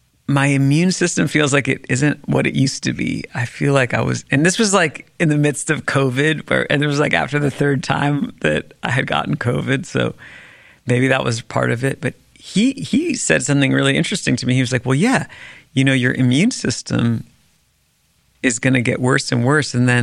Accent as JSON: {"language": "English", "town": "Washington", "region": "District of Columbia", "country": "United States", "tie": "born or raised there"}